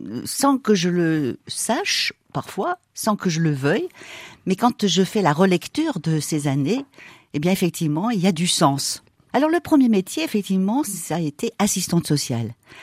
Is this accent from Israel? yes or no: no; Auvergne-Rhône-Alpes, France; born there; now in Loire, France; Alors, je suis originaire du plateau Ardéchois. Mmh. J'y suis pas restée très longtemps, mais suffisamment pour avoir apprécié cette région qui est magnifique, qui est rude, mais qui forge les caractères.